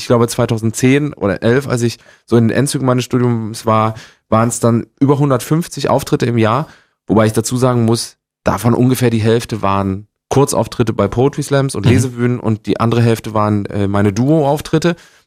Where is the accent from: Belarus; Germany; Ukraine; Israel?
Germany; Gera, Thuringia; accent: Thuringian; Das Thüringer, zumindest das Thüringer, wo ich herkomme, aus Gera, die sind ganz weit oben, gell?